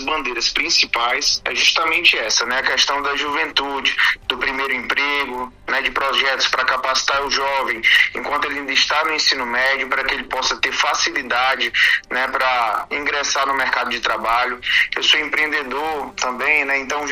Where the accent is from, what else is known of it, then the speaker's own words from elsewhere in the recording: Roraima, Brazil; como um bom roraimense